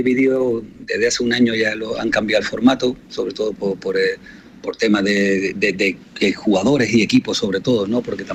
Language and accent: Spanish; Spain; now in Dominican Republic; somos los únicos españoles, pero creo que los únicos españoles que hay en todo el fútbol ahora mismo en República Dominicana.